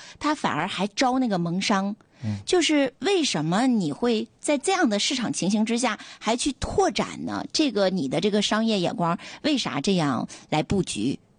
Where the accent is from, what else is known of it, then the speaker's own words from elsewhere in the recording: Dalian, Liaoning, China; 其实作为大连人，我们都希望大连的品牌能够走出大连，然后走向全国，更走向世界。